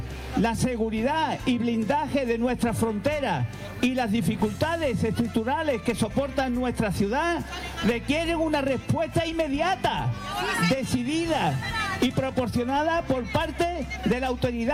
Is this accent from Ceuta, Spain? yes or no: yes; Ceuta, Spain; Somos españoles y defendemos nuestra españolidad desde la unidad, desde la convivencia y desde el respeto mutuo.